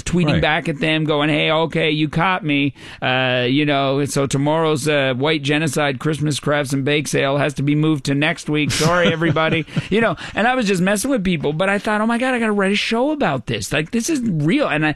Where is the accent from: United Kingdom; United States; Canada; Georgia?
Canada; Newfoundland and Labrador; Oh, I was like, okay, first of all, I grew up in Newfoundland.